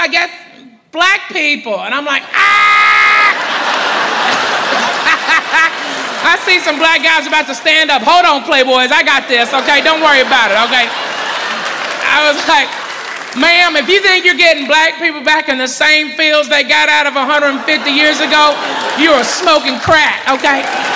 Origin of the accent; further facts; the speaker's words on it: Clarksville, Arkansas, United States; moved away as an adult; also born or lived in Chattanooga, Tennessee / Texas; I was born in Chattanooga, Tennessee, raised up in a little town in Arkansas called Clarksville, and moved to Texas when I was 18. I mean, I'm Southern as it gets